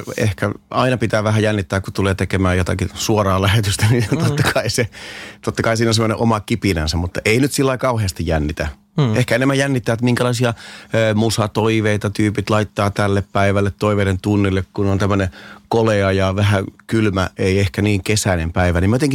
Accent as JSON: {"language": "Finnish", "town": "Alajärvi", "region": "South Ostrobothnia", "country": "Finland", "tie": "born or raised there", "moved": "yes", "said": "Mä oon Alajärveltä kotosi"}